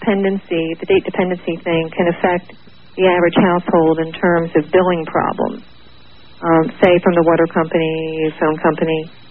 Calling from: Dallas, Texas, United States; from Dallas.

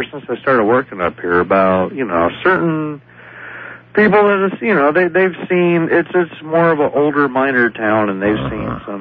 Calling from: Weaverville, California, United States

